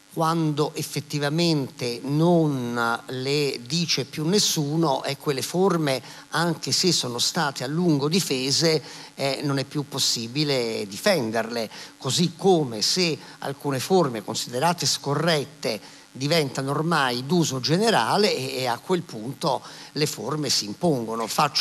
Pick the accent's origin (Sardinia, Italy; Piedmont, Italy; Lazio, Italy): Lazio, Italy; Rome